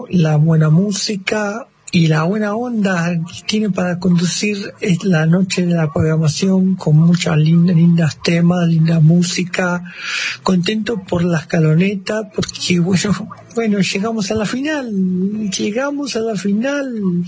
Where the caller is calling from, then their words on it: Buenos Aires Province, Argentina; soy del Partido Almirante Brown, 2B, y contento y muy feliz.